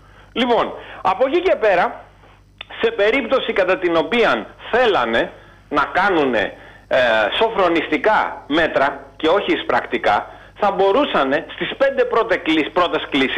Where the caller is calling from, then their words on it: Greece; εγώ ντρέπομαι πλέον που είμαι Έλληνας και είμαι σε αυτό το κράτος.